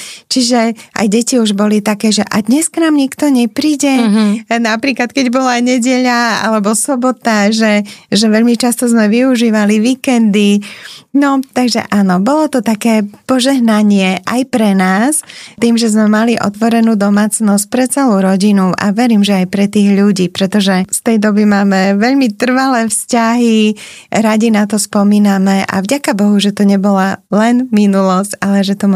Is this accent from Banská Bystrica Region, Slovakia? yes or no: no; Bratislava, Bratislava Region, Slovakia; born there; moved away as an adult; also born or lived in Liptov; keď som sa z Bratislavy teda presťahovala na Liptov a tam sme bývali 14 rokov s mojim manželom